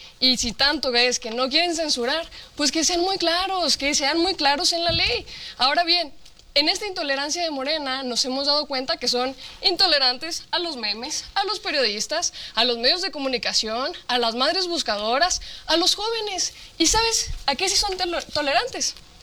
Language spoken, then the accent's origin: Spanish; Chihuahua, Mexico; Y mira, quiero iniciar con Chihuahua, mi tierra, Chihuahua.